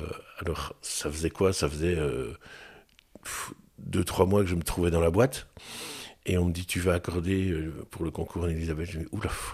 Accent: Jumet, Wallonia, Belgium; also born or lived in Gosselies; Je suis né à Gosselies. Et donc, j'ai vécu à Jumet pendant une bonne vingtaine d'années. Puis, je suis arrivé à Marcinelle.

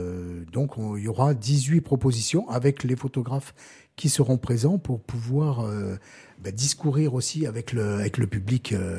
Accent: Gap, Provence-Alpes-Côte d'Azur, France; sur les Hautes-Alpes, oui, je suis né à Gap, et donc je suis toujours resté à Gap, même si j'ai beaucoup voyagé.

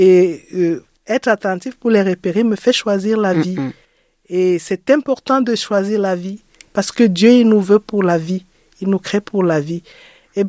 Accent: Cameroon; moved away as an adult; now in France; quand j'étais dans mon pays au Cameroun.

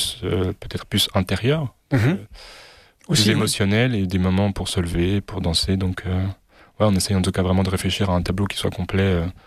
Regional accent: Switzerland; On est suisse.

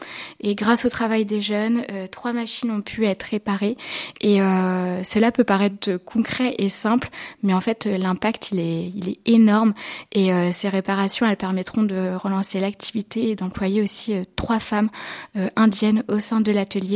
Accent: Bourges, Centre-Val de Loire, France; moved away as an adult; also born or lived in Les Menuires, Savoie / Toulouse; j'ai 27 ans et je viens de Bourges dans le Cher.

